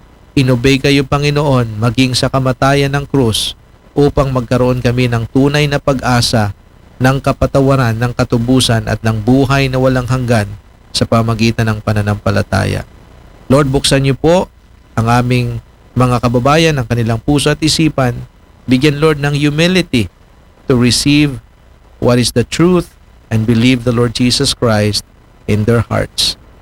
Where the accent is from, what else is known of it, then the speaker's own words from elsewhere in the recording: Kalibo, Western Visayas, Philippines; ang bayan namin, ang bayan ng Kalibo, ang probinsya ng Aklan.